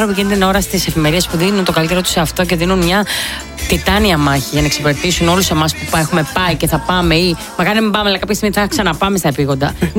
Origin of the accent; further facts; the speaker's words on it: Western Greece, Greece; Ναι, στα μέρη μου.